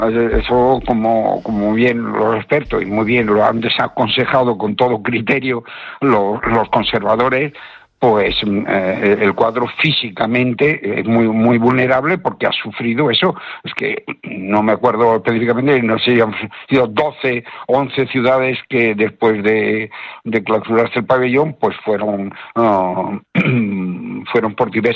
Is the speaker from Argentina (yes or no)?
no; Spain; yo no como catedrático, sino como español, como ciudadano español, una gran satisfacción